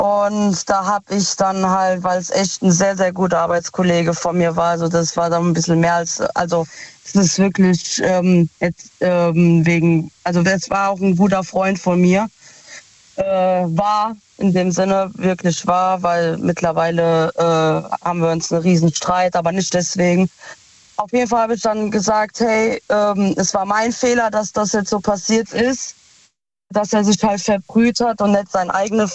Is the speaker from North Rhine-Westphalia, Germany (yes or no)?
no; Ludwigshafen, Rhineland-Palatinate, Germany; Aus Lu, also aus Ludwigshafen.